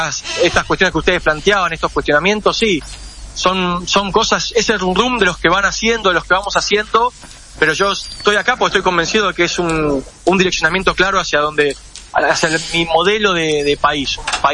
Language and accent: Spanish; Buenos Aires, Argentina; Yo vengo de Buenos Aires. Créanme que acá todo es mucho más difícil.